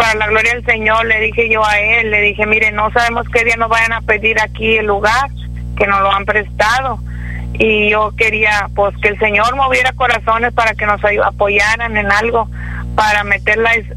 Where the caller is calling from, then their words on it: Díaz Ordaz, Mexico; Soy de Díaz Ordaz, hermano.